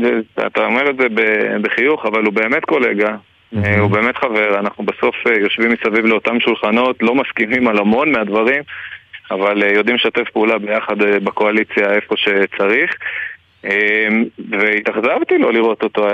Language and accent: Hebrew; Jerusalem, Jerusalem District, Israel; אבל כירושלמים זה ברור לנו מאליו, זה א' ב' של הירושלמים